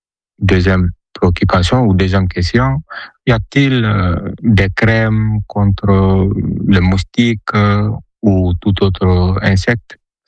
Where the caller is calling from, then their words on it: Spain; de l'Espagne. J'ai deux enfants de 10 et de 3 ans.